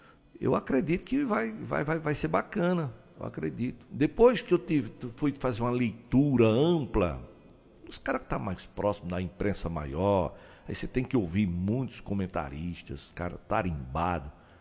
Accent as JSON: {"language": "Portuguese", "country": "Brazil", "said": "eu sou brasileiro"}